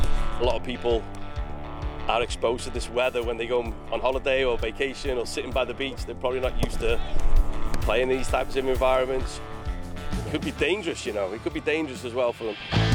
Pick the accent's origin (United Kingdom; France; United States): United Kingdom; Wales; I've been here 12 years now and still, as a Welshman, still not got used to the heat.